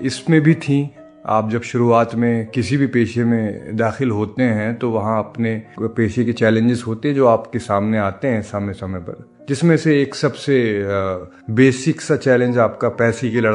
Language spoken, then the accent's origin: Hindi; Bhopal, Madhya Pradesh, India; मैं मध्य प्रदेश में भोपाल जिले का रहने वाला हूँ। मेरी पैदाइश और परवरिश भोपाल की ही है।